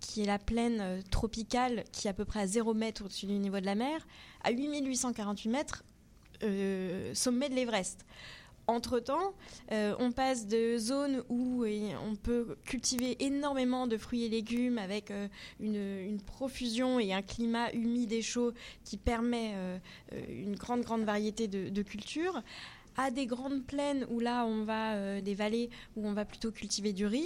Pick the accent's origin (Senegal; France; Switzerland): France; born there; also born or lived in Nepal; je suis née au Népal. J'ai été adoptée quand j'avais 6 mois. Donc, le Népal, c'est une culture que je connaissais sans connaître. C'est mes racines, j'y suis née. Mais j'ai grandi dans une famille française avec une culture française.